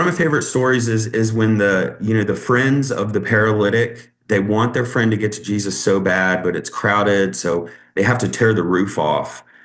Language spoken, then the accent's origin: English; Richmond, Virginia, United States; now in Southwest Virginia, United States; So I moved here from Richmond, Virginia, about a week after my high school graduation, with my mom and my dad and my daughter, who I had when I was 16, and we moved from the city of Richmond to Southwest Virginia.